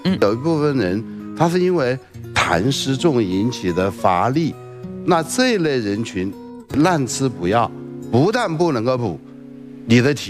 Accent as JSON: {"language": "Chinese", "country": "China", "said": "我们中国人对这个肾虚这个概念都是非常重视的，对吧？"}